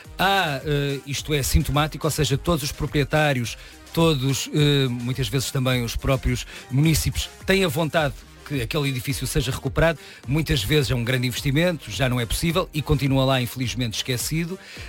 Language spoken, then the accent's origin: Portuguese; Madeira, Portugal; Sou madeirense